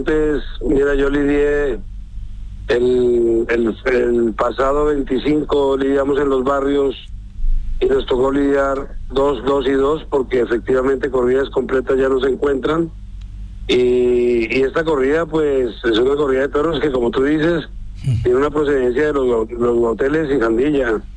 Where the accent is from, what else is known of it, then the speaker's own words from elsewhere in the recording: Colombia; Pues sí, efectivamente